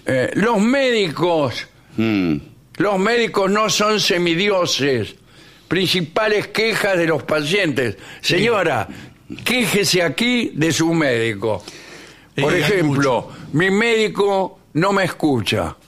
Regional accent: Baigorrita, Buenos Aires Province, Argentina; yo soy de Baigorrita.

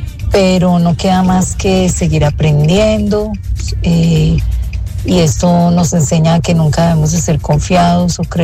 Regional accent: Colombia; Y nada, para adelante, porque como buenos colombianos, pujantes y todos muy buenos, muy buenas personas.

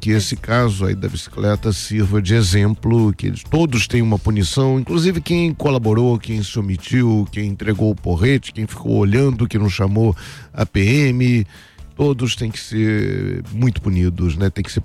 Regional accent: Rio de Janeiro, Brazil; born there; Onde eu nasci, na Clarimundo de Melo, ali em Quintino.

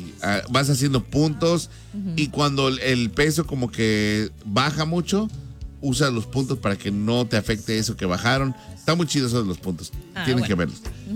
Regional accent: Mexico; yo soy mexicano y soy bien orgullosamente mexicano

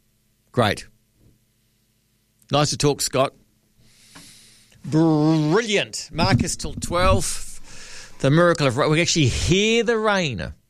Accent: Auckland, New Zealand; also born or lived in Bluff; Auckland, then Bluff.

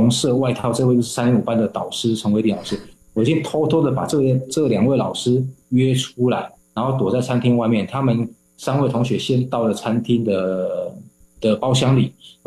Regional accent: Taiwan; 对，然后我说，哎，我们来自台湾各地

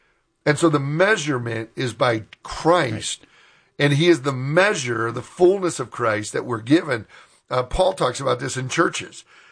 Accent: United States; And we're American, so we do things a certain way.

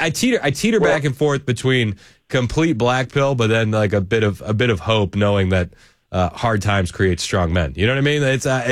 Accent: Boston, Massachusetts, United States; And I grew up in Boston.

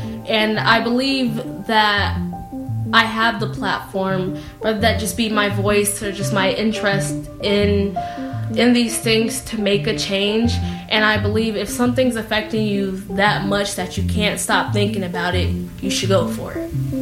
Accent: Kentwood, Michigan, United States; I am from Michigan State University. I was born and raised in Kentwood or Grand Rapids area of Michigan

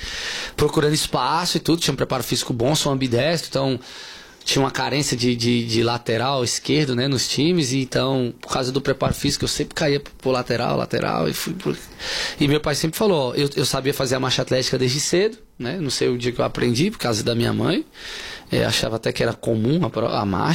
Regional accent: Brasília, Federal District, Brazil; eu sou de Brasília, né?

